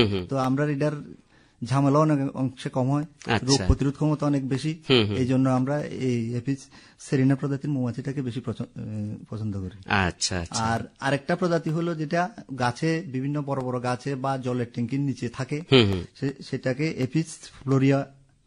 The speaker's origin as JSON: {"language": "Bangla", "town": "Shantirbazar", "region": "Tripura", "country": "India", "tie": "born or raised there", "said": "মনে করেন আমার বাড়ি শান্তিবাজার"}